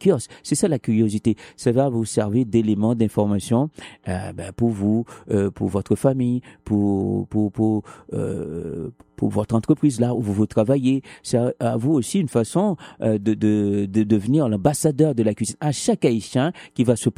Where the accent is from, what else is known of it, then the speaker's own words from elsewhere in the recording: Haiti; moi je connais pas les produits haïtiens, même si je viens d'Haïti, comme c'est pas mon domaine